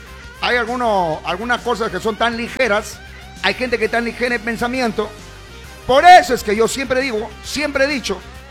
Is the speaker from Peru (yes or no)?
yes; Peru; En el Perú los peruanos somos muy débiles